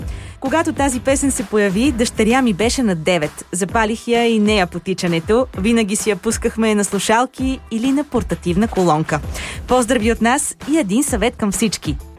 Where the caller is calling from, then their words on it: Sofia, Sofia City, Bulgaria; съм от София. Живея близо до парка Заимов